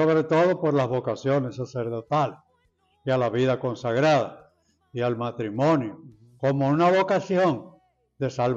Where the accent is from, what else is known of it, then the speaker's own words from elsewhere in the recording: Salcedo, Hermanas Mirabal, Dominican Republic; y también en Salcedo, en mi pueblo natal